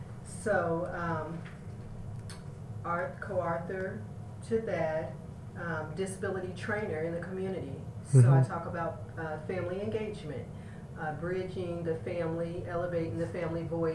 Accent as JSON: {"language": "English", "town": "Kansas City", "region": "Missouri", "country": "United States", "tie": "born or raised there", "said": "I am a Kansas City, Missouri native. And born and raised"}